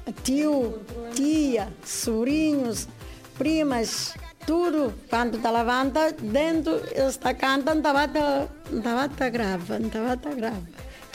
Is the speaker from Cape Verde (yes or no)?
yes; Cape Verde; moved away; Em Cabo Verde, desde criança.